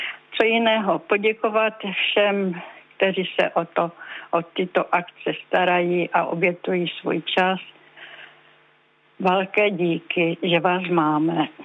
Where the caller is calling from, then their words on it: Frýdek-Místek, Moravian-Silesian Region, Czechia; V dnešních dnech u nás ve Frýdku Místku je folklorní festival